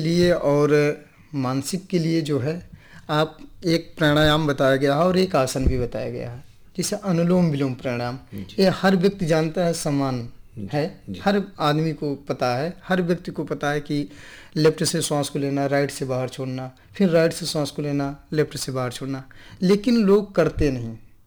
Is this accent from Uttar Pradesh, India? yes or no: yes; Ambedkar Nagar district, Uttar Pradesh, India; moved away